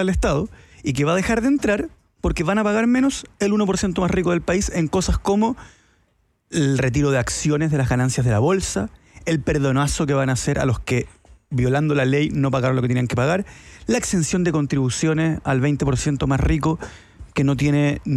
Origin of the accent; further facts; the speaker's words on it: Chile; Como chileno, el argentino es tu hermano, pues si nos independizamos juntos.